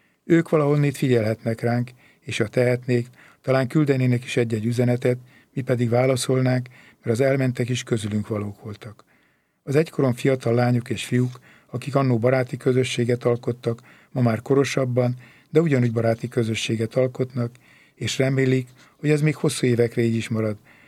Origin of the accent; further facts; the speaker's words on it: Törökkoppány, Somogy, Hungary; 1970-ben fejeztem be az általános iskolát szülőfalumban, Törökkoppányban.